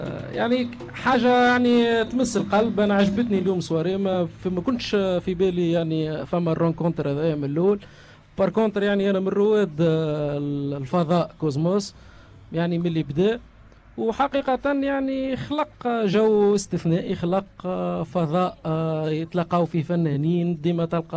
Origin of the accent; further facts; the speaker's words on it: Béja, Tunisia; انا يعني تربيت وكبرت في باجا، اون بليس كو سا يعني اصولي شاويه في حد ذاتها.